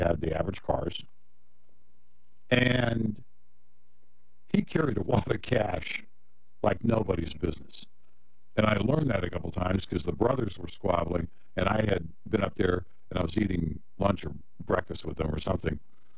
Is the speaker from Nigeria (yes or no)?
no; Scotland, United Kingdom